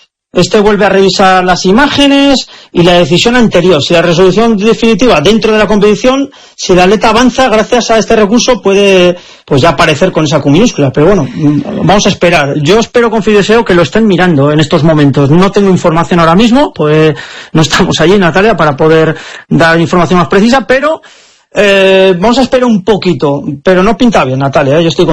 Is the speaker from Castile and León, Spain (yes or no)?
yes; Aranda de Duero, Castile and León, Spain; además en mi pueblo, en Aranda de Duero, en la milla